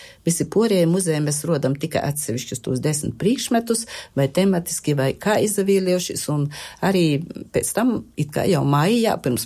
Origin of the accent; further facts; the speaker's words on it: Latgale, Latvia; first language Latgalian; Latgola ir mana dzimto puse. Latgalies runāju savā motis tāva valūdā. Latgalies arī atsagrīžos pēc studējām strodot.